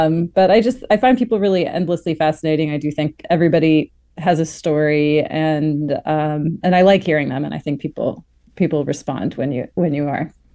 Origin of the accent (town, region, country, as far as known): East Coast, United States; also born or lived in Texas